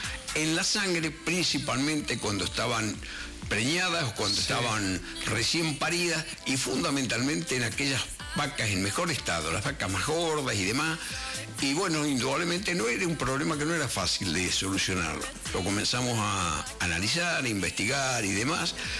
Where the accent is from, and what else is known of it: Ingeniero Luiggi, La Pampa, Argentina; born or raised there